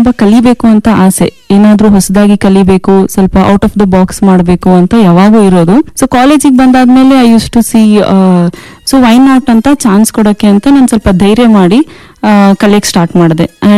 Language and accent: Kannada; Hubballi, Karnataka, India; ನಾನು ಹುಬ್ಬಳ್ಳಿಯಿಂದ ಬಂದಿದ್ದೀನಿ. ನಾನು ಹುಟ್ಟಿ ಬೆಳೆದಿದ್ದೆಲ್ಲ ಹುಬ್ಬಳ್ಳಿಯಲ್ಲೇನೆ, ನಂದು ಎಜುಕೇಶನ್ ಕೂಡ ಹುಬ್ಬಳ್ಳಿಯಲ್ಲೇ ಆಗಿದೆ.